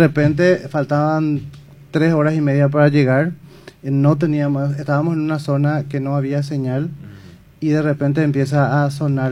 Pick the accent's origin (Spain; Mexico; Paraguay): Paraguay; en mi país no hay.